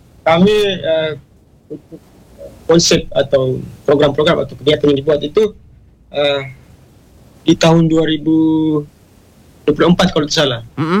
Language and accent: Indonesian; Lembata, East Nusa Tenggara, Indonesia; now in Maumere, Indonesia; Saya asli Lembata.